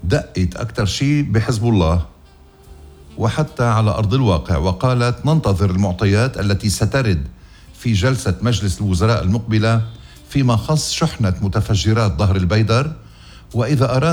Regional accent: Lebanon; يا بلدي لبنان

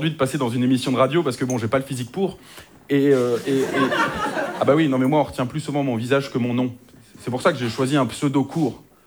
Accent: Hauts-de-France, France; Je sais pas, moi je suis du Nord-Pas-de-Calais, on fait pas ça chez vous, je ne sais pas.

